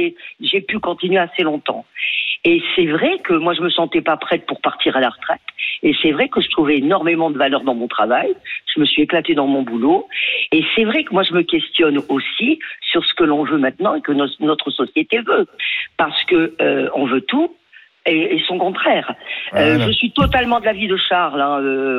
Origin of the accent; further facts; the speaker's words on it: Paris, Île-de-France, France; Oui, j'ai pris ma retraite à 68 ans passés, largement passés, puisque je suis de Montmartre.